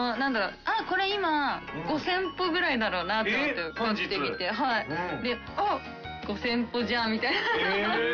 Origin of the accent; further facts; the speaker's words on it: Tochigi, Japan; moved away; 私もなんか栃木出身だったので